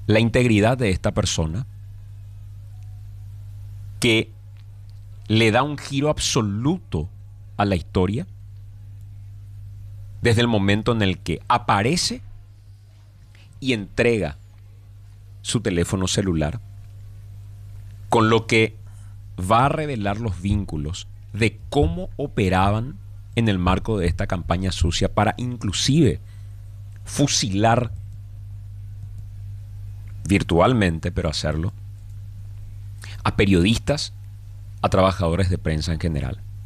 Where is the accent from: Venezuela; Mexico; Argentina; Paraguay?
Paraguay